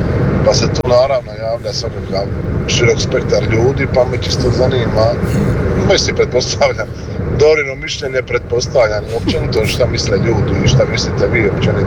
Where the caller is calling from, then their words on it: Omiš, Split-Dalmatia County, Croatia; ja sam iz Omiša